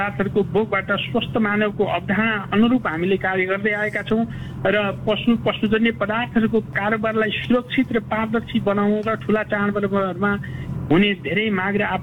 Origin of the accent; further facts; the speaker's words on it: Baitadi, Sudurpashchim Province, Nepal; now in Kathmandu, Nepal; म सुदूरपश्चिम बैतडी हो सर, जन्म काठमाडौँमा त अस्थायी रूपमा मात्रै हो।